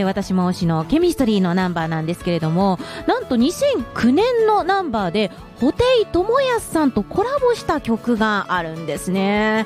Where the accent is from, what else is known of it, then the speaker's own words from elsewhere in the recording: Nagasaki, Japan; moved away; 私の、ね、地元長崎ではそんなことがなかったので